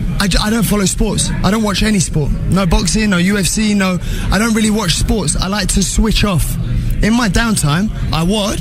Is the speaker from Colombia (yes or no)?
no; Mexico; No, pero yo soy más mexicano que él.